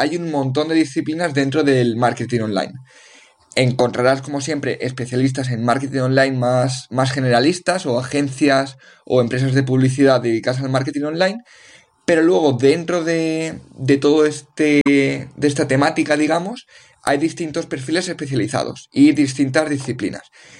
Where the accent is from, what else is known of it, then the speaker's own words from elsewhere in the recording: Valencia, Valencian Community, Spain; moved away as an adult; also born or lived in North Macedonia / South Korea / Azerbaijan; now in Cape Town, South Africa; soy de Valencia, aunque durante los últimos años he estado viviendo en varios países. He pasado por Macedonia, he pasado por Corea del Sur, he pasado por Azerbaiyán. Y ahora mismo este programa lo estoy grabando en Ciudad del Cabo, en Sudáfrica.